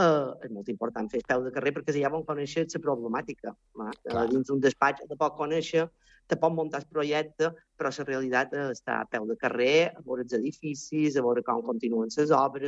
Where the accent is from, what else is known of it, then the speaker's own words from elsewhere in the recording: Sa Pobla, Balearic Islands, Spain; moved away as an adult; now in Sant Joan, Spain; som d'origen poble, ¿vale? Som de la poble, i venir, quan vaig venir a viure a Sant Joan me va fer recordar el meu poble quan jo era petita